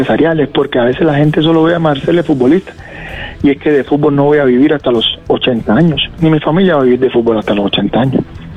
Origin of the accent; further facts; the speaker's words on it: Cuba; moved away as an adult; now in Costa Rica; Yo vengo humildemente de Cuba, de que la cosa fuera muy difícil